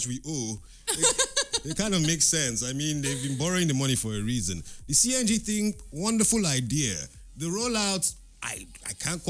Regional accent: Nigeria; I will go as a child of Nigeria.

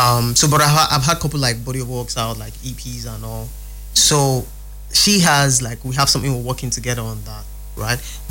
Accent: Port Harcourt, Rivers, Nigeria; I mean, I was born and raised here in Port Harcourt, Rumokoro to be precise.

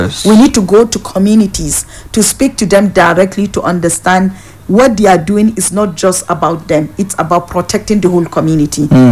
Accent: Wase, Plateau, Nigeria; I'm from Plateau State, I'm from Wase. I'm a Nigerian.

